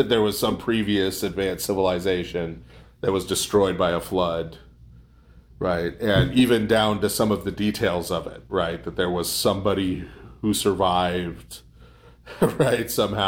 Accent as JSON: {"language": "English", "country": "United States", "tie": "born there", "said": "I'm using we in the I was born in America sense."}